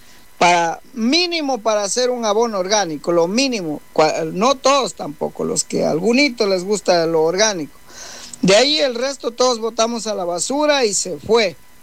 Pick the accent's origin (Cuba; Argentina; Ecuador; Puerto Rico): Ecuador; nosotros los ecuatorianos.